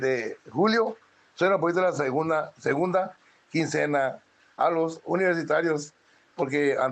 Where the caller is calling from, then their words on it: Badiraguato, Sinaloa, Mexico; acá por el bello Badiraguato